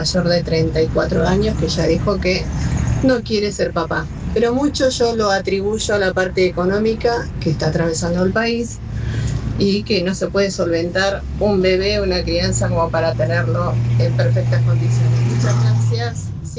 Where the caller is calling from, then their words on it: San Antonio de Padua, Buenos Aires Province, Argentina; Soy de San Antonio de Padua